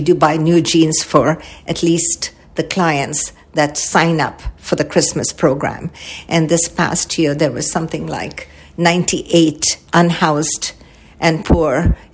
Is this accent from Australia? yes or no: no; India; I grew up in India and I saw so much poverty.